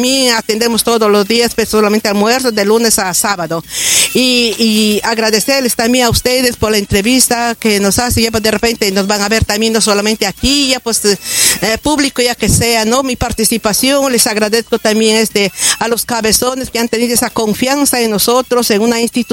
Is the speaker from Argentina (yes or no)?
no; Cuñumbuque, San Martín, Peru; A nivel de mi pueblo, mi Cuñumbuque, dependemos de Lamas.